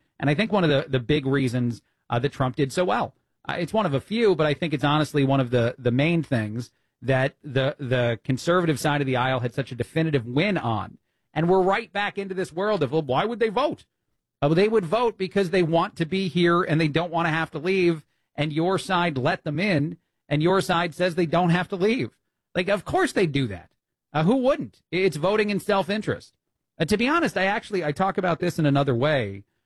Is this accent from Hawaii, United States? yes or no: no; New Jersey, United States; I'm from Jersey. I'm an Italian from Jersey.